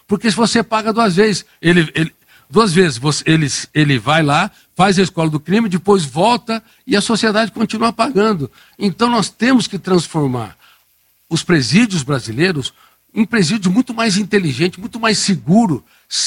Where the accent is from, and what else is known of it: Colina, São Paulo, Brazil; born there